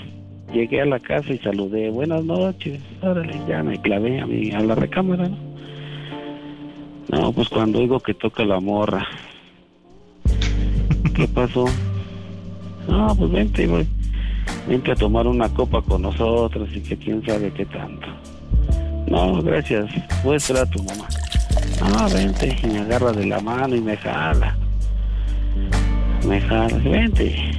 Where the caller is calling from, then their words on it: Mexico City, Mexico; Soy chilango.